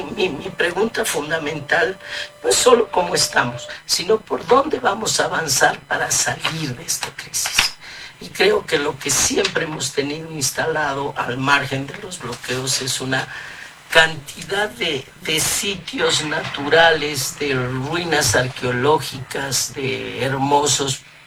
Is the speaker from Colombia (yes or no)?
yes; Colombia; Bueno, sí, no me gusta mucho la cumbia, soy la colombiana.